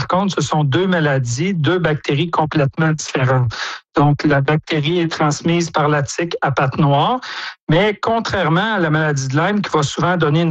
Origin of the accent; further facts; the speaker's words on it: Quebec, Canada; chez nous en Estrie